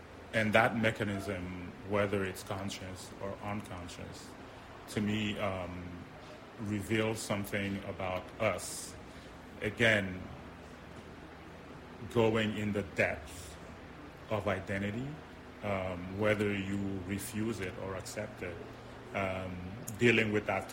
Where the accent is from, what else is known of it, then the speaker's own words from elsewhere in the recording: Montreal, Quebec, Canada; also born or lived in Haiti / Queens, New York, United States; And so I was born in Haiti, but brought up in Montreal and in Queens, New York. So to me, the aspect of identity is not really clear.